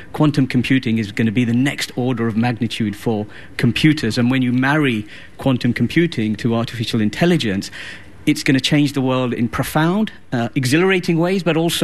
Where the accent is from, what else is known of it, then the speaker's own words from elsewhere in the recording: United Kingdom; And because I myself, as a British Asian, who grew up watching James Bond, with my dad in particular.